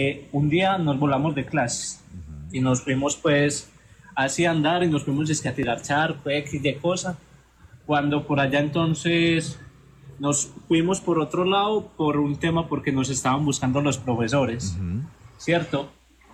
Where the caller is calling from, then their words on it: Medellín, Antioquia, Colombia; En este momento desde Medellín.